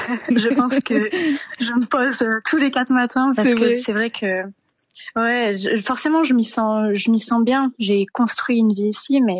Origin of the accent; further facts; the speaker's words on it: Réunion; moved away as an adult; now in Perth, Australia; Du coup, j'ai déménagé à Perth spécifiquement quand j'avais 18 ans. Donc là, ça va faire environ 8 ans que j'y suis.